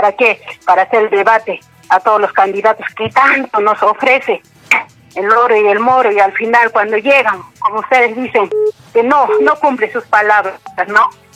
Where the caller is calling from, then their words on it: Calca, Cusco, Peru; Sí, exactamente, de Calca llamo.